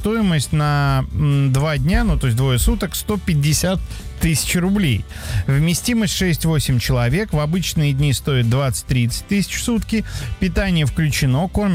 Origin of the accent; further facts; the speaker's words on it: Karachay-Cherkessia, Russia; Я из КЧР, Карачаево-Черкесия, но ситуация с домами такая.